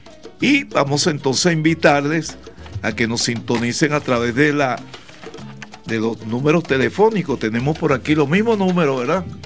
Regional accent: Venezuela; en Venezuela tenemos algunos que hemos ido incursionando en la música inédita

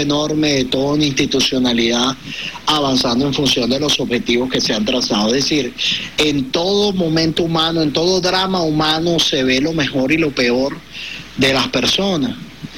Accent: Venezuela; los venezolanos y venezolanas

